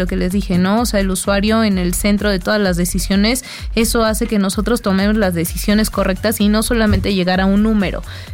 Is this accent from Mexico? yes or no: yes; Mexico; todos los empleados que estamos ahí somos mexicanos